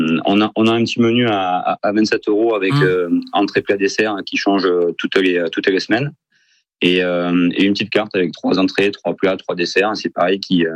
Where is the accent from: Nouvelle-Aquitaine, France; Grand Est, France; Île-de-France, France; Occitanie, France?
Nouvelle-Aquitaine, France; Langon; moi je suis originaire de Langon